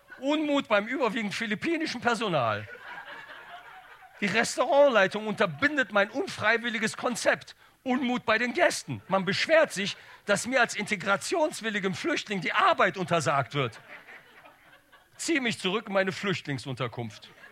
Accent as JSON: {"language": "German", "town": "Bonn", "region": "North Rhine-Westphalia", "country": "Germany", "said": "Ich komme ja aus Bonn und bin ein Ghetto-Kind, Zickterland."}